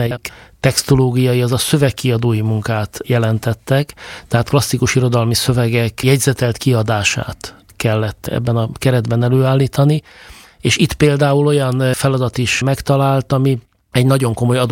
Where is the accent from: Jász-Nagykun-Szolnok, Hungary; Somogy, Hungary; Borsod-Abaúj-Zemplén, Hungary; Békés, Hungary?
Békés, Hungary; Gyula; born there; also born or lived in Cegléd / Szekszárd / Budapest; Én azért születtem Gyulán, mert akkor a Gyulai Múzeum igazgatója volt. Utána Ceglédre kerültünk, aztán Szekszárdra, és utána kerültünk föl Pestre